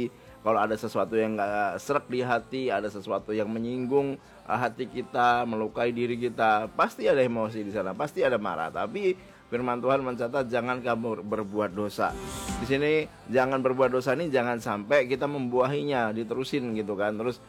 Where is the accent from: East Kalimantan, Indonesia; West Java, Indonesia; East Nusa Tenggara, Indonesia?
East Kalimantan, Indonesia; Samarinda; kita sebagai warga Kota Samarinda